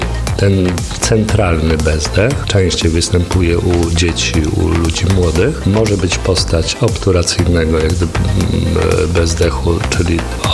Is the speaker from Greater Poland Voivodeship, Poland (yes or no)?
no; Warsaw, Masovian Voivodeship, Poland; born there; Urodziłem się w Warszawie, studia skończyłem w Warszawie, pracuję.